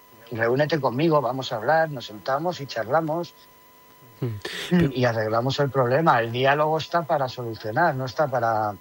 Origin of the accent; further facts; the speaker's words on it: Erandio, Basque Country, Spain; also born or lived in Algorta; pero soy del municipio de Erandio, nací en Algorta, pero me he criado toda la vida entre Astrabudúa y Erandio